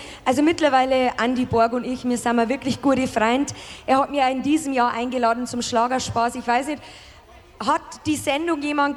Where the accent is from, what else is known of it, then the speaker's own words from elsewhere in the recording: Bavaria, Germany; accent: Bavarian; Ich wollte mich einfach in den 10 Jahren einfach mal bedanken bei unserem wunderschönen Dialekt. Und natürlich nicht nur beim Bayerischen, sondern auch bei allen Dialekten, die es gibt.